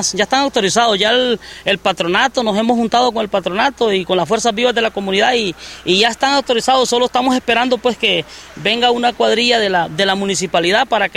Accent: Honduras

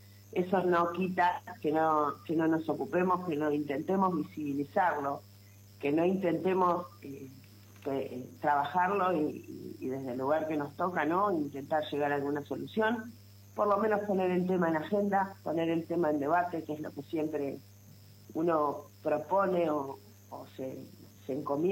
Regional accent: Coronel Dorrego, Buenos Aires Province, Argentina; also born or lived in La Plata; nacida y criada en Coronel Dorrego, ahí cerquita de Bahía.

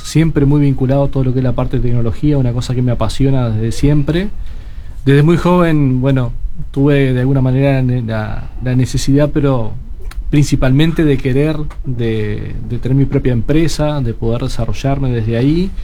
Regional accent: Minas, Lavalleja, Uruguay; Bueno, nací en la ciudad de Minas, La Valleja, un viernes 13 del 79.

